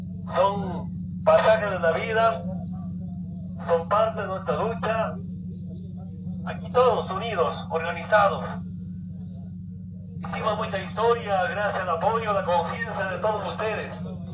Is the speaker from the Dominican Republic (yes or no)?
no; Bolivia; nuestra querida Bolivia.